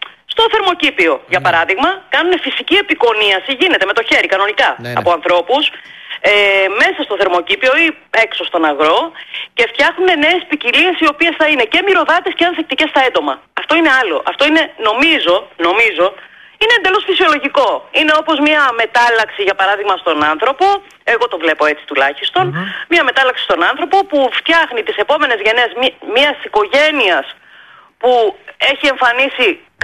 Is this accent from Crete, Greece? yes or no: yes; Heraklion, Crete, Greece